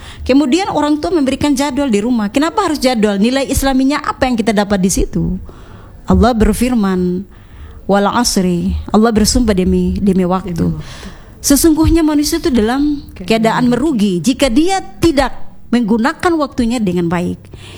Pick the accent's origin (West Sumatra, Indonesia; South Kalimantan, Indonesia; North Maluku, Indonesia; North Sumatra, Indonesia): North Maluku, Indonesia; Kan budaya kita ya, orang Maluku Utara